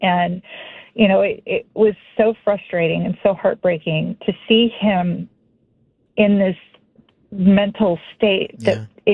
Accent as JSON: {"language": "English", "region": "Texas", "country": "United States", "tie": "born or raised there", "moved": "yes", "lives_now": "Brookfield, United States", "said": "So I grew up in Texas"}